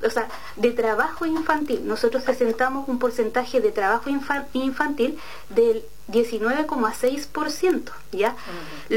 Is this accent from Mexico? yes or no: no; Chile; tan importante para nosotros como chilenos, como ciudadanos, como padres, como abuelos